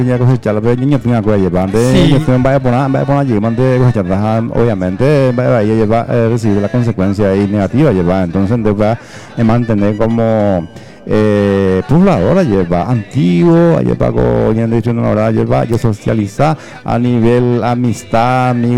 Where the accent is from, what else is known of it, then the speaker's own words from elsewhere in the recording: Paraguay; Sí, 14 y 15 de mayo, el día de la independencia nacional, como buen paraguayo.